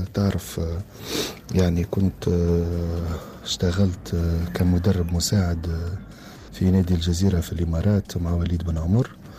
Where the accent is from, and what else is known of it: Tunisia; moved away; also born or lived in United Arab Emirates